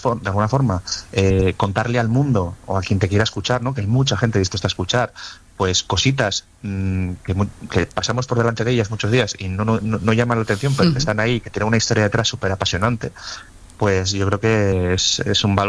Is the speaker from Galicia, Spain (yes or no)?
no; Asturias, Spain; yo soy asturiano